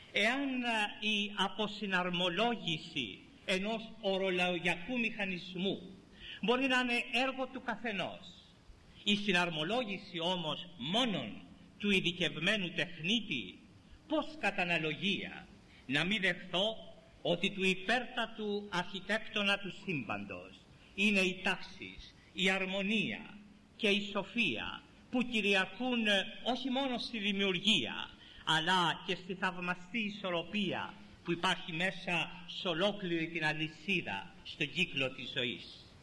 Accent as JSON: {"language": "Greek", "area": "Corfu", "region": "Ionian Islands", "country": "Greece", "said": "στο νησί μου την Κέρκυρα"}